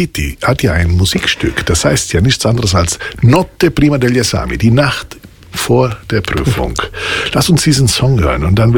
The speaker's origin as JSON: {"language": "German", "country": "Italy", "said": "Als Italiener muss man sagen, ich will klein bleiben, weil da brauche ich nicht arbeiten."}